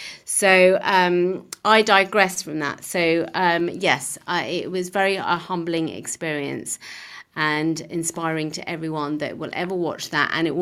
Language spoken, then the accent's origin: English; England, United Kingdom; We're English, we're British, we've lived here.